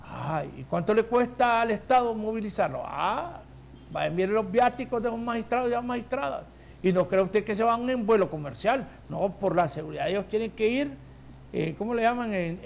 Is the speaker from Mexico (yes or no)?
no; Honduras